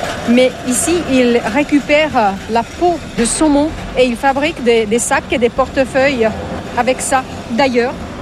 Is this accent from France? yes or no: no; Turku, Southwest Finland, Finland; French is a second language; Non, je viens de Turku.